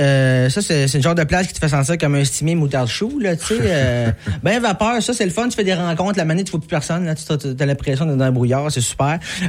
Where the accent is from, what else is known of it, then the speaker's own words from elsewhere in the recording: Quebec, Canada; moved away as an adult; also born or lived in Jonquière; moi, je viens pas d'ici. Là. Moi, je viens de la région de Charlevoix.